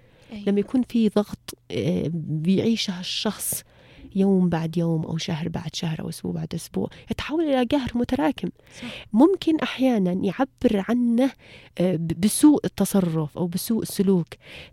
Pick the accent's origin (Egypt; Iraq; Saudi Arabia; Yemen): Yemen; احنا مجتمع يمني تربى على مفهوم الكرم، على الشهامة، على إكرام الضيف.